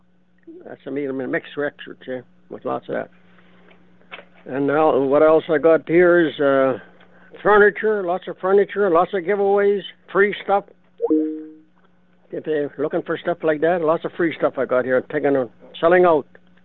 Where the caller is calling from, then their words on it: Manitoba, Canada; I'm calling from the sunny interlake.